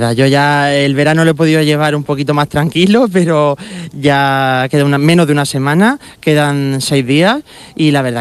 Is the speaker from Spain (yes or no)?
yes; Cieza, Region of Murcia, Spain; born or raised there; moved away as an adult; now in Madrid, Spain